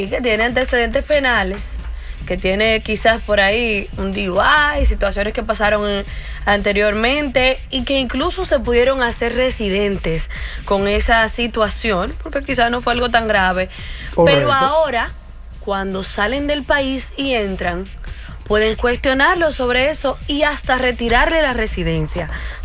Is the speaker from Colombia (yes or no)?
yes; Colombia; Ayer yo fui Argentina y yo soy colombiana.